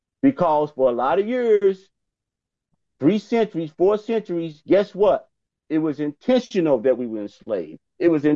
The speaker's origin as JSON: {"language": "English", "town": "St. Louis", "region": "Missouri", "country": "United States", "tie": "born or raised there", "moved": "yes", "lives_now": "Kansas City, United States", "said": "I grew up in St. Louis. You just mentioned St. Louis, Missouri. I grew up in St. Louis."}